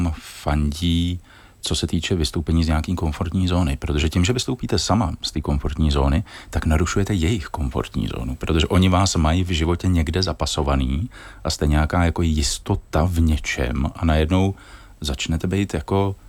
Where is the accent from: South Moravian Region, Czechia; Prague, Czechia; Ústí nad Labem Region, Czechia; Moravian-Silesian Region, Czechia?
Prague, Czechia; v mé rodilé Praze, protože já jsem vlastně z Vršovic od Edenu